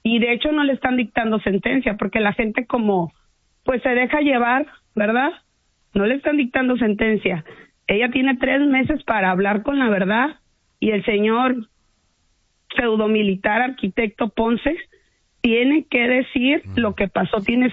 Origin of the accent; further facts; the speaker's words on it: Ciudad Mante, Tamaulipas, Mexico; Yo estoy a 3 horas, yo soy de Ciudad Mante.